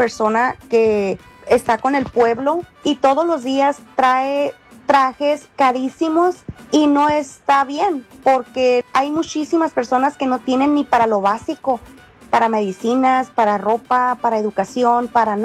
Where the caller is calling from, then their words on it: Mexico; yo, como mexicana